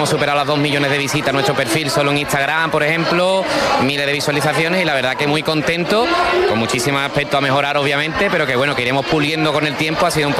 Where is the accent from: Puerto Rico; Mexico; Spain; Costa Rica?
Spain; Sanlúcar de Barrameda, Andalusia; somos de Sanlúcar